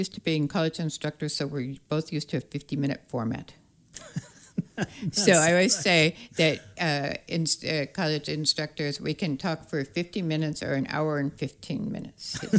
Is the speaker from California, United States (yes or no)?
no; Spokane County, Washington, United States; born, raised, and conceived in Spokane County, as I was.